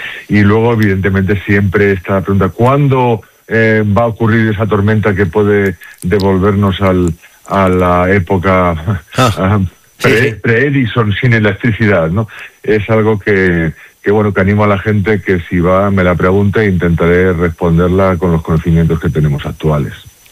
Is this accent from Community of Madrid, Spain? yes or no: no; Ciudad Rodrigo, Castile and León, Spain; Yo soy de natural de Ciudad Rodrigo, en Salamanca.